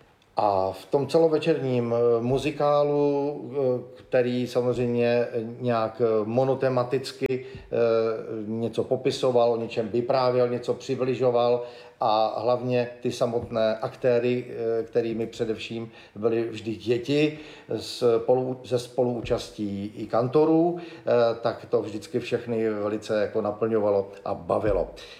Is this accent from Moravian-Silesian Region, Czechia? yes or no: no; Zlín, Zlín Region, Czechia; also born or lived in Kroměříž; Ano, jsem Valach. Rodák ze Zlína, což je taková brána Valašská.